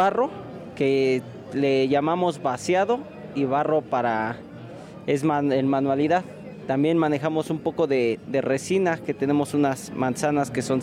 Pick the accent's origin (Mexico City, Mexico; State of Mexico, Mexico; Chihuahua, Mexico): State of Mexico, Mexico; Texcoco; Somos de Santa Cruz de Arriba, Texcoco, México.